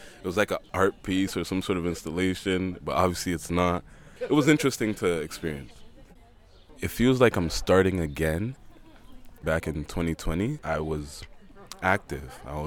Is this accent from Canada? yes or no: yes; Toronto, Ontario, Canada; moved away as an adult; also born or lived in London; now in Ghana; I'm from Toronto, Canada.